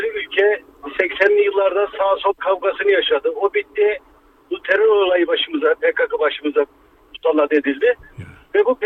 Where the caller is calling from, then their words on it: Ankara, Turkey; Ankara'dan arıyorum sizi.